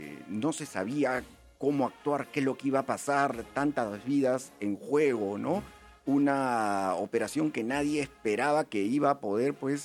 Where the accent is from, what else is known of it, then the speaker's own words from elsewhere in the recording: Peru; nosotros ya lo vemos como peruanos